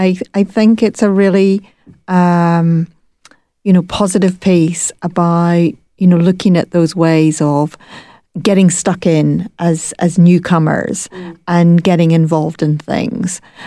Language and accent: English; Ireland; moved away; sometimes I'm Irish, but I'm also new to coming back to Ireland after, a long time.